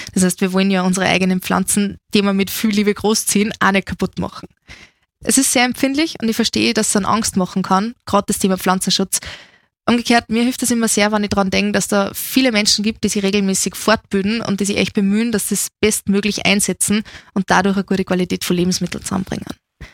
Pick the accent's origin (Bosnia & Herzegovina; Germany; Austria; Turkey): Austria; Bei uns in Österreich ist seit jeher die Sikkation verboten.